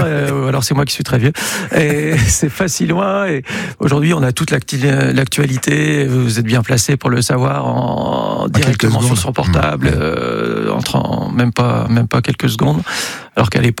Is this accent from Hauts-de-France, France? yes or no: yes; Lille, Hauts-de-France, France; accent: ch'ti; je suis originaire de Lille, un ch'ti. Voilà, il est dans une famille, on habite à côté de Lille